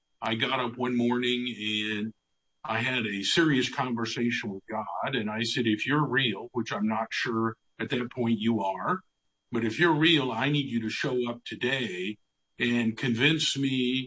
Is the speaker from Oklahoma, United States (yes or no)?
yes; Tulsa, Oklahoma, United States; born or raised there